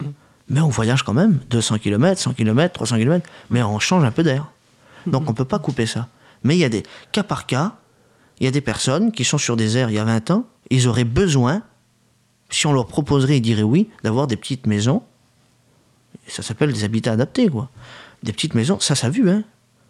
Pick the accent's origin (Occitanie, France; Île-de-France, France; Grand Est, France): Île-de-France, France; Paris; Ma grand-mère a grandi aussi, moi, au passage du Mont-Saint-Denis.